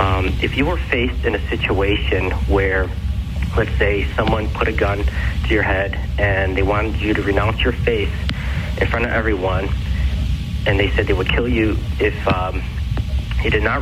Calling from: Evergreen Park, Illinois, United States; I'm calling from Evergreen.

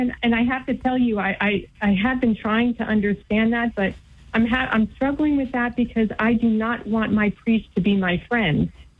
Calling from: Virginia, United States

